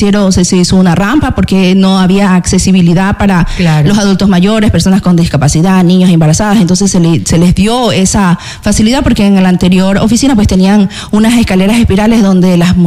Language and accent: Spanish; Manglaralto, Santa Elena, Ecuador; dentro de nuestra parroquia Manglar Alto.